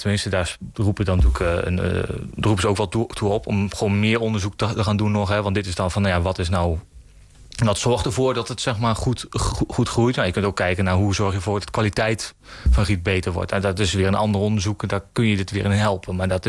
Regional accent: Sint Jansklooster, Overijssel, Netherlands; ik kom zelf uit het Sint-Jansklooster.

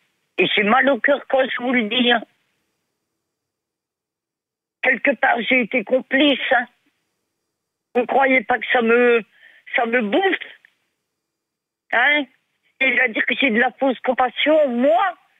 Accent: Belgium; Je suis belge, convertie à l'islam depuis presque 40 ans.

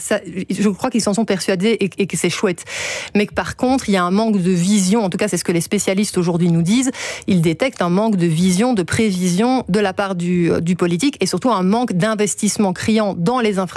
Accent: Belgium; ça veut dire que transite chez nous, en Belgique, en consommant toute cette énergie, des données qui ne nous concernent même pas

